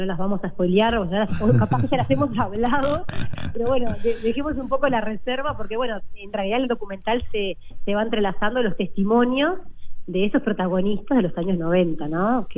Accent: Uruguay; parte de nuestra historia como uruguayos, ¿no? De nuestra cultura

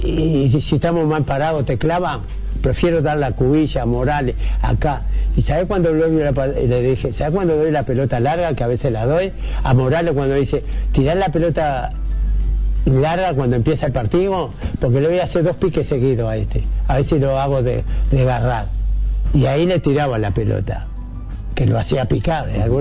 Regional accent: Uruguay; nosotros acá no hablamos italiano, somos uruguayos, somos una familia

